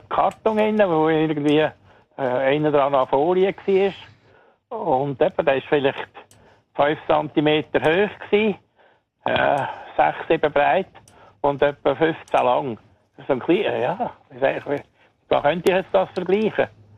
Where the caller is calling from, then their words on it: Limmat Valley, Zurich, Switzerland; Vom Limmatal.